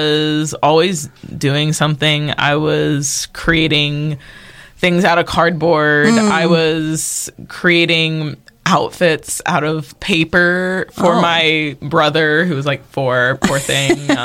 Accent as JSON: {"language": "English", "region": "Kentucky", "country": "United States", "tie": "born or raised there", "said": "I grew up in Kentucky"}